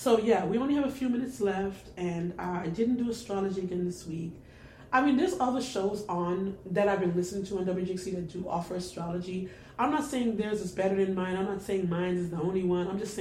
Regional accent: Brooklyn, New York, United States; I am coming from Flatbush, a girl from Brooklyn who saw people just rent a 13-passenger van from a company and start a dollar van business

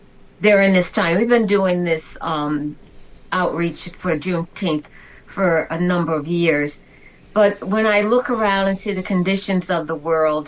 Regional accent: Chatham, New York, United States; I'm a member of Painting Me Church in Chatham, associate minister there. And I grew up in Chatham

